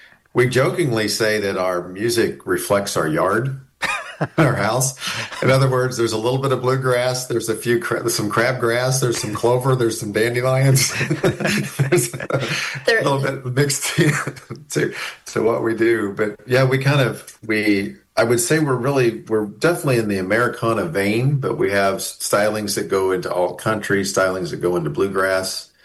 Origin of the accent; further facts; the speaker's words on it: Missouri, United States; moved away as an adult; now in Fayetteville, Arkansas, United States; I ended up growing up just barely over in Southwest Missouri, but we always made the treks back and forth. And then we relocated here in 2014.